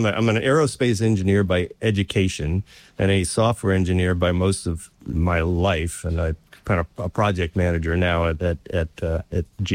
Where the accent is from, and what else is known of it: Winchester, Virginia, United States; born or raised there; also born or lived in Brooklyn / Long Island